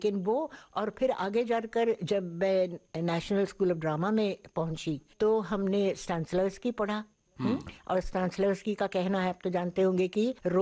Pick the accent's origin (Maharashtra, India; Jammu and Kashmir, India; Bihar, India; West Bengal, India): Maharashtra, India; Pune; also born or lived in Lucknow; हाँ पुणे आ गई और नाना के पास, मतलब अपने पिता के पास, मेरे नाना अप्पा हम कहते थे। और तब से मैं उनकी छत्र छाया में पली बड़ी